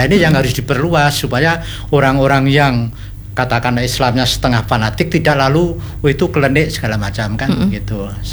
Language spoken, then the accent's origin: Indonesian; Java, Indonesia; Kebetulan karena saya orang Jawa, jadi di rumah saya itu ya ada wayang.